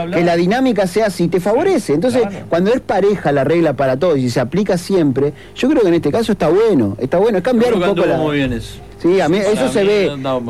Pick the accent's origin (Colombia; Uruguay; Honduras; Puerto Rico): Uruguay; Somos llorones los uruguayos